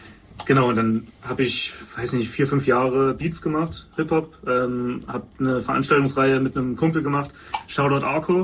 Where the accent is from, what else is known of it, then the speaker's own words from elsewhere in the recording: Leipzig, Saxony, Germany; wir kommen aus Bülitz-Ehrenberg, ist 04178, die Postleitzahl.